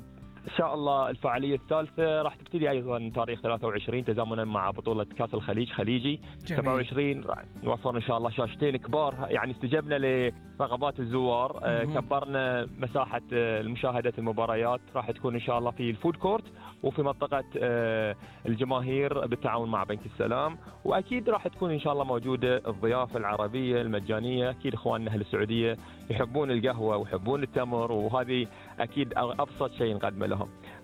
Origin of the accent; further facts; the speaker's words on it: Bahrain; إحنا كبحرينيين